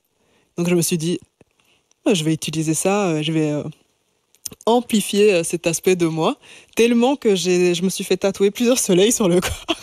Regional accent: Liège, Wallonia, Belgium; now in Brussels, Belgium; parce que maintenant, de base, je suis liégeoise, mais je dois avouer que j'aime beaucoup Bruxelles.

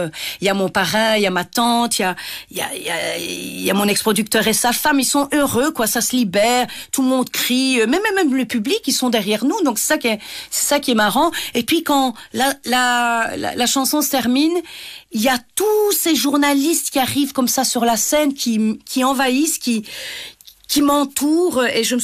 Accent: Liège, Wallonia, Belgium; qu'on vient de Liège, on est dans une petite ville, mes parents sont avec nous

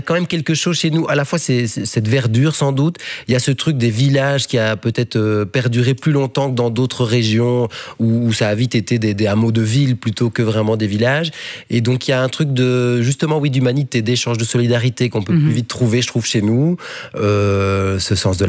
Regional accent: Bastogne, Wallonia, Belgium; also born or lived in Burundi; moi je suis un Ardennais, j'allais dire pur jus, bon, peut-être pas.

